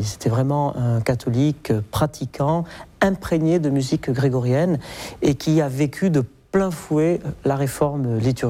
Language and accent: French; Nouvelle-Aquitaine, France; born or raised there